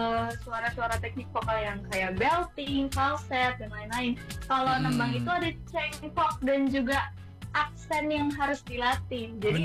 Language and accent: Indonesian; Cirebon, West Java, Indonesia; asal aku dari Cirebon.